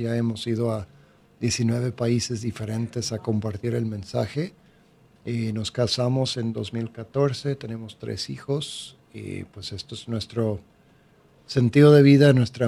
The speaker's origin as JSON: {"language": "Spanish", "region": "Louisiana", "country": "United States", "moved": "yes", "lives_now": "Mexico", "said": "yo soy de Luisiana"}